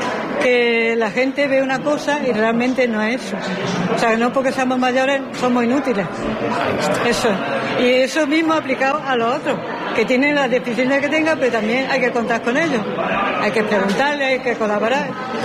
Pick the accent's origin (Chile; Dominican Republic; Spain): Spain; Arjona, Andalusia